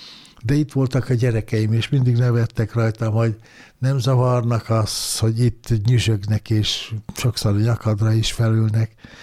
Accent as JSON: {"language": "Hungarian", "region": "Budapest", "country": "Hungary", "tie": "born or raised there", "said": "Gyerekkoromban is itt születtem, és itt nőttem fel először Angyalföldön, aztán később Újpesten, és mindig közel volt hozzám a Duna"}